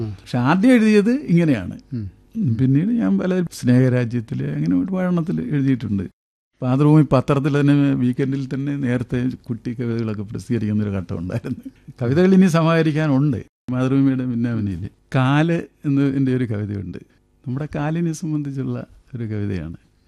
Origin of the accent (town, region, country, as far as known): Karunagappally, Kerala, India